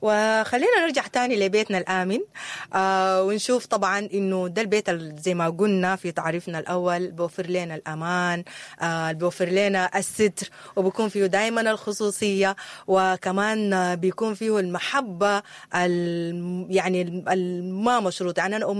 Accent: Sudan; أمنية كل سوداني إنه بلدنا ترجع أحسن مما كان

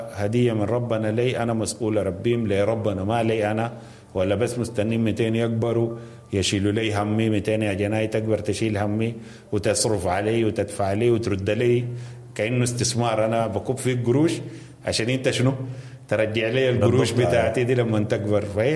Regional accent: Sudan; إحنا كسودانيين نقيف ونشوف أنا كسوداني

